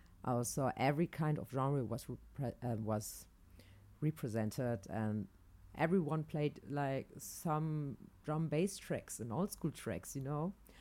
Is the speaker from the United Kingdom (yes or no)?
no; Aachen, North Rhine-Westphalia, Germany; here in my hometown, Aachen.